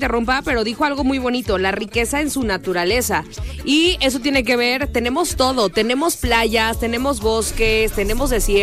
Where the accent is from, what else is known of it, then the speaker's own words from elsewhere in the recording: Mexico; somos mexicanos.